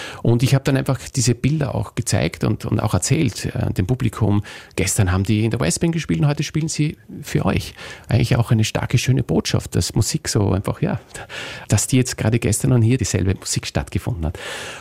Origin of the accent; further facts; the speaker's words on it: Austria; Ich stehe als Österreicher